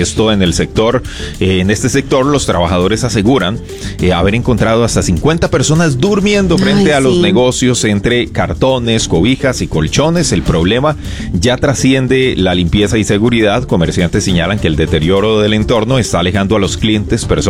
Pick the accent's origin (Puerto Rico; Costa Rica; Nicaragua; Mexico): Costa Rica; Yo soy tico